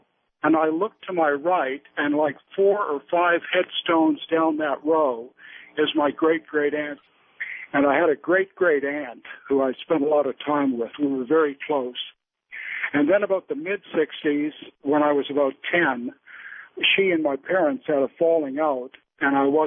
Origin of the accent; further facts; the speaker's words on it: East Coast, United States; moved away; Back in the late 50s, early 60s, I was a youngster back east